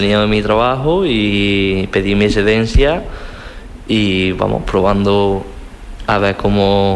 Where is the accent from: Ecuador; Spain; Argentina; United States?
Spain; Andalusia; Pero al final son mis raíces. Es mi pueblo y son mis vecinos